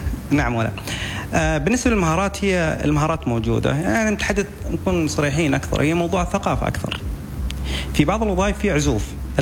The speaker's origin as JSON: {"language": "Arabic", "country": "Oman"}